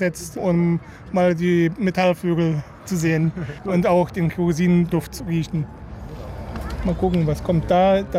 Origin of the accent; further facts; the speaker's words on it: Marburg, Hesse, Germany; Nee, ich komme aus Marburg, okay. Aus Mittelhessen.